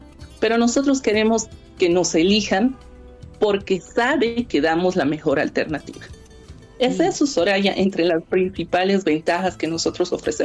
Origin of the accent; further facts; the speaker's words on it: Bolivia; nosotros, que somos bolivianos